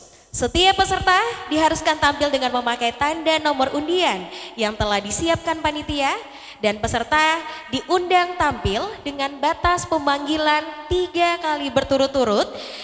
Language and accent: Indonesian; Palu, Central Sulawesi, Indonesia; Kita kan orang Palu suka batende.